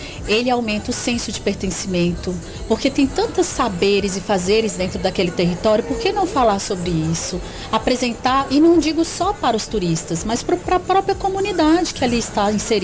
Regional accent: Brasília, Federal District, Brazil; Não sou daqui, sou de Brasília

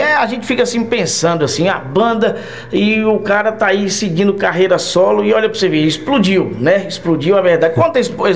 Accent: Nanuque, Minas Gerais, Brazil; moved away; Eu acompanhei lá na minha cidade, já cantou em Nanuque, né?

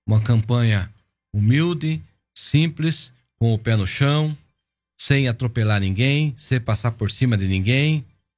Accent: Paraná, Brazil; do estado do Paraná, da minha cidade, onde eu nasci, onde eu cresci, onde eu fiz a diferença.

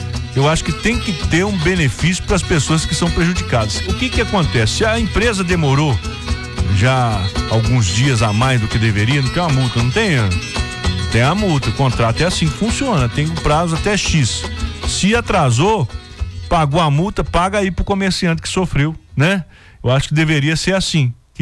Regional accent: Ponte Nova, Minas Gerais, Brazil; born there; Lá em Ponte Nova, onde eu nasci

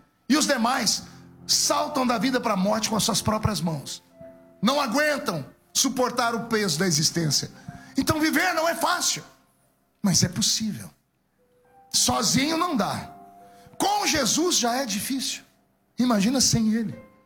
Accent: Brazil; born there; moved away; Eu vim lá da Vila Tatu. E lá na Vila Tatu, eu ia numa igrejinha pequena.

